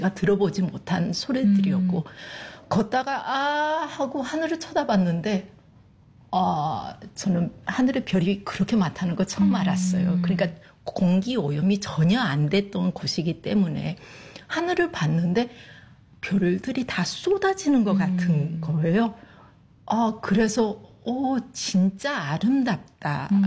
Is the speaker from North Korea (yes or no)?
no; Paraguay; also born or lived in South Korea; now in Australia; 저는 한국에서 태어나고 남미 파라과이에서 자랐으며 그리고 인생의 한 40%를 호주에서 지내고 있는 그리고 커틴 대학교에서 한국학을 가르치고 있는